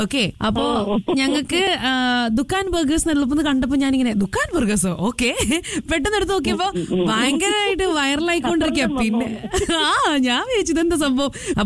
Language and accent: Malayalam; Thiruvananthapuram, Kerala, India; now in Qatar; ഞാൻ ട്രിവാൻഡ്രക്കാരിയാണ്